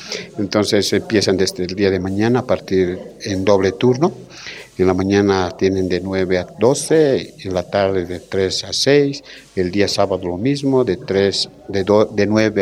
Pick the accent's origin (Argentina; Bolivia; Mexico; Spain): Bolivia